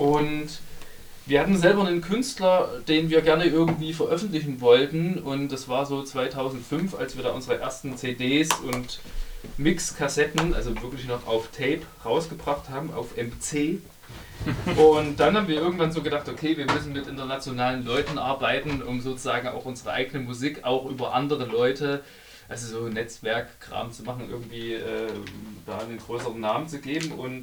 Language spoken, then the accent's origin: German; Plauen, Saxony, Germany; Ich komme ursprünglich aus Plauen. Das ist im Vogtland.